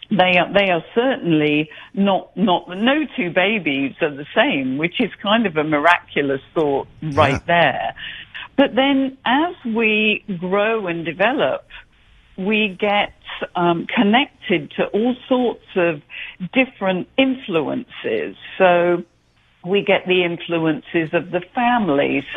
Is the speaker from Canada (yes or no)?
no; England, United Kingdom; So when I was growing up in England